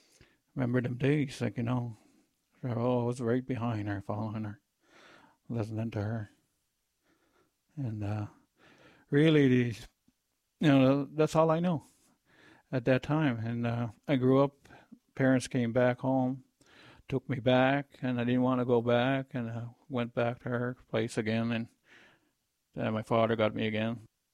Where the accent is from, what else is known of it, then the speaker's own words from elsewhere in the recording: Miramichi, New Brunswick, Canada; also born or lived in Chatham, New Brunswick; Hill Ground First Nation up in the small community of Miramichi, New Brunswick. I was born and raised here in Hill Ground. My mother had me in Chatham, New Brunswick.